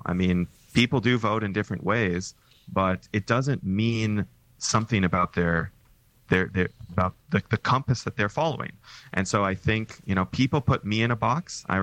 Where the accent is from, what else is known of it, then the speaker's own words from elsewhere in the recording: California, United States; And in fact, I'm from Silicon Valley, where a lot of people are hardcore capitalists.